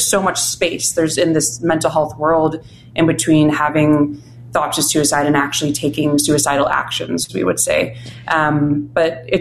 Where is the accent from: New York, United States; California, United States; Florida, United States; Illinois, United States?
Illinois, United States; Oak Park; moved away as an adult; I grew up in Oak Park, Illinois.